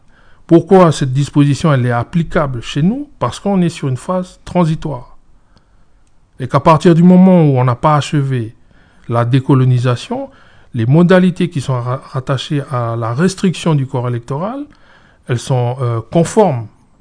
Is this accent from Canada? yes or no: no; New Caledonia